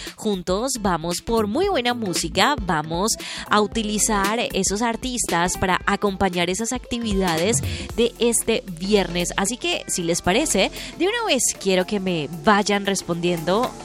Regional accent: Colombia; Como colombianos, el deber que tenemos

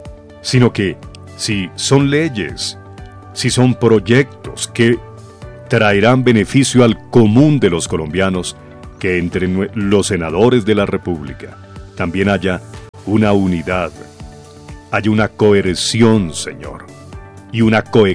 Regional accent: Colombia; que nos amemos realmente como colombianos

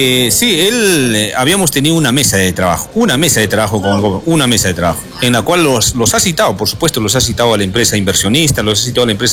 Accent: Arequipa, Peru; Estamos reclamando un justo derecho como arequipeños.

